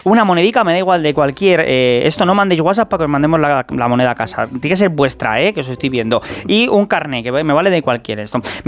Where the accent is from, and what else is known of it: Cisneros, Castile and León, Spain